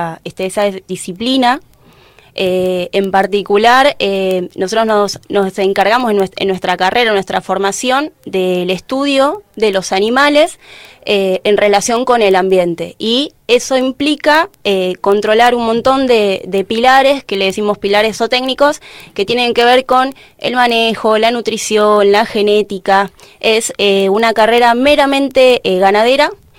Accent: Lomas de Zamora, Buenos Aires Province, Argentina; moved away as an adult; now in Río Gallegos, Argentina; vengo de la provincia de Buenos Aires. Ya hace un tiempito, un mes y pico, que vine a vivir a la provincia, acá a Santa Cruz, a Río Gallegos específicamente

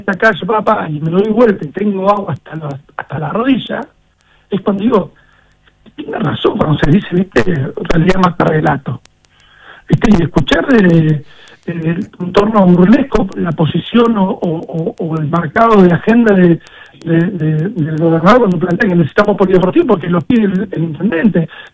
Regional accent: Pico Truncado, Santa Cruz, Argentina

